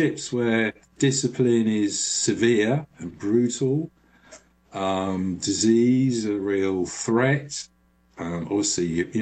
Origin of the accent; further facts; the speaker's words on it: London, United Kingdom; And you know, as a Londoner, you know, I'm fascinated by, at that point, the biggest city in Europe, the most dynamic city